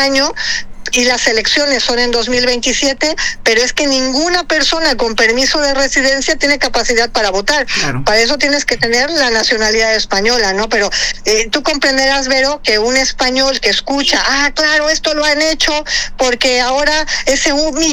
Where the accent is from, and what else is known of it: Mexico; now in Andalusia, Spain